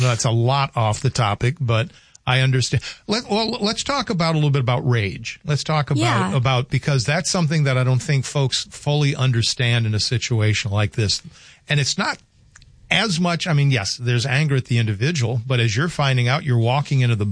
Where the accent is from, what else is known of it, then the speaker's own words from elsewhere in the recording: Louisiana, United States; now in North Dakota, United States; my home state of Louisiana